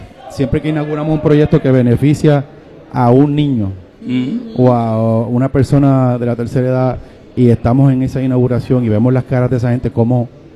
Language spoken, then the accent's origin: Spanish; Barranquitas, Puerto Rico; Yo soy natural de Barranquita y allí está el 4 más grande de Puerto Rico